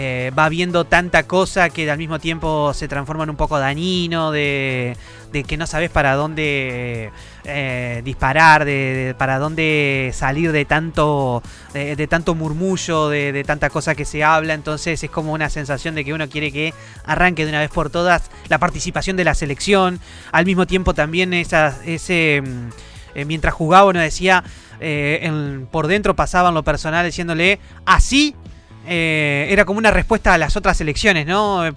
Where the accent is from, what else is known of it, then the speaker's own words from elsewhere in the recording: Argentina; como seguidor de la selección, como argentino